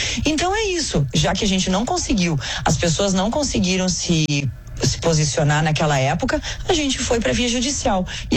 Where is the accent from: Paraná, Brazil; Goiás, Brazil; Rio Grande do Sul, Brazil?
Rio Grande do Sul, Brazil; somos brasileiros, ítalo-brasileiros, ítalo-gaúchos